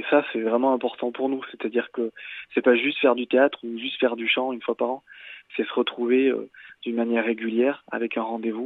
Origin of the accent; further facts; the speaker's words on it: Solignac-sur-Loire, Auvergne-Rhône-Alpes, France; moi, je suis de là-bas, je suis de Soulignac-sur-Loire.